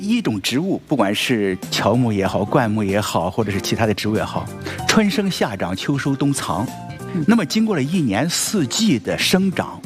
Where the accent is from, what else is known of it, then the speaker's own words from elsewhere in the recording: Shandong, China; 我是来自于山东啊，孔夫子的故乡。